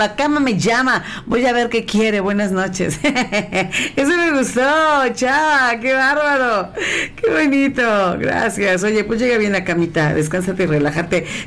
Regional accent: Mexico; esas palabras que como nos evidencian que somos mexicanos.

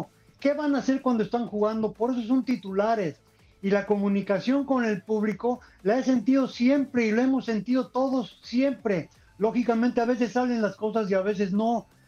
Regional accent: Mexico; pues estamos orgullosos de lo que es nuestra nación, porque tenemos todo, y eso estamos diciendo, somos mexicanos y vamos a luchar por ganar.

